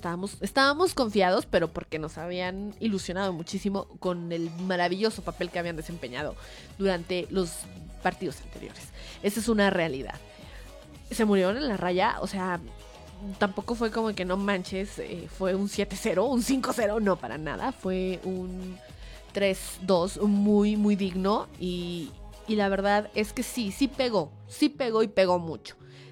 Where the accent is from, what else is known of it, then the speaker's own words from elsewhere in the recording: Mexico; Somos mexicanos, ¿no? Y de todos modos nos sentimos orgullosos.